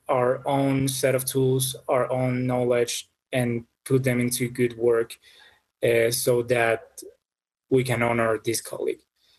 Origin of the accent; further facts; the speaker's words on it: Colombia; I'm a journalist from Colombia. I was working at El Espectador, which is one of the longest, the longest running newspaper in Colombia.